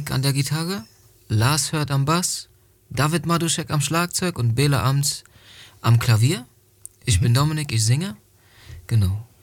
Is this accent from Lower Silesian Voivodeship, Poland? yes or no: yes; Wałbrzych, Lower Silesian Voivodeship, Poland; moved away; Also die Schule war in Polen. Ich bin in Polen aufgewachsen, in Wałbrzych.